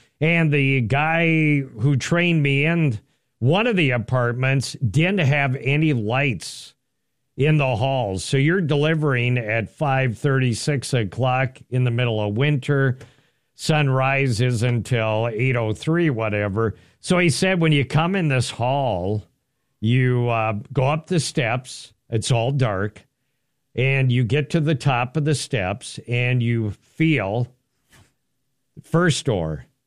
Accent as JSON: {"language": "English", "town": "Willmar", "region": "Minnesota", "country": "United States", "tie": "born or raised there", "said": "growing up in Wilmer"}